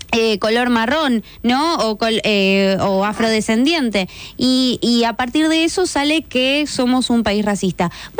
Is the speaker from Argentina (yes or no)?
yes; Argentina; uno como argentino